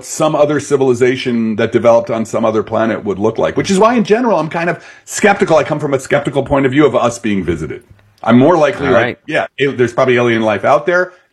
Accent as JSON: {"language": "English", "town": "Belleville", "region": "New Jersey", "country": "United States"}